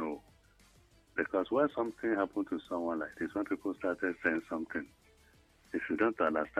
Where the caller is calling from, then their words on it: Nigeria; I'm calling from Abapa.